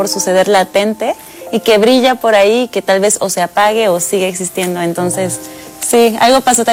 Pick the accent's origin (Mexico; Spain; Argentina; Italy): Mexico; realmente pues espejea mucho lo que somos los mexicanos